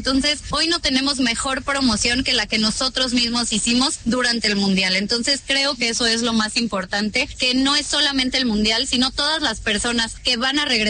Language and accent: Spanish; Mexico; Creo que si algo nos dejó el mundial fue darnos cuenta de lo unidos que somos los mexicanos, de cómo es nuestra gente